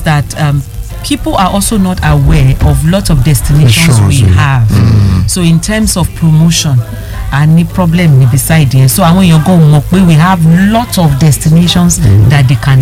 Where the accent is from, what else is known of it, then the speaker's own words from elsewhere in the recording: Nigeria; I would say no, I am Nigerian